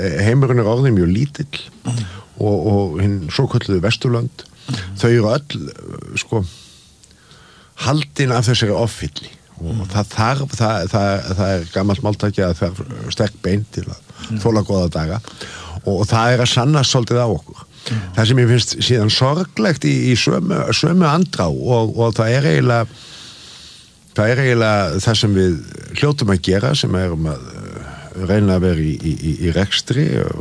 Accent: Hveragerði, Southern Region, Iceland; born there; Nei, ég fættur þar

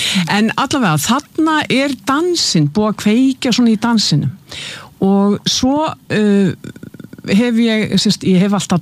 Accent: Keflavík, Southern Peninsula, Iceland; ég fætt og uppalinn í Keflavík í Bíklabænum og það var óbúslega mikið tónlist.

